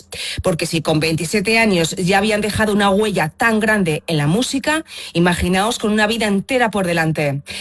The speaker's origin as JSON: {"language": "Spanish", "town": "Madrid", "region": "Community of Madrid", "country": "Spain", "said": "Soy castellana de Madrid, su música me acompaña desde muy joven, me fascina, me apasiona."}